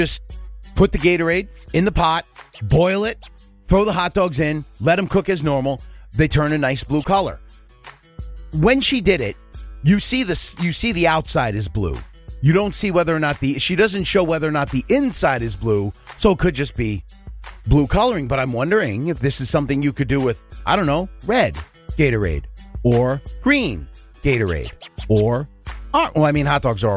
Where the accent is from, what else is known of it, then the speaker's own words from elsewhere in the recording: New York, United States; growing up in New York